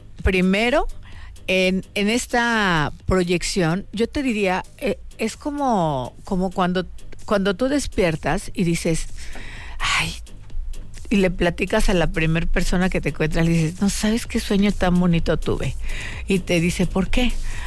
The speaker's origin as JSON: {"language": "Spanish", "region": "Guerrero", "country": "Mexico", "said": "como mexicano, como guerrerense"}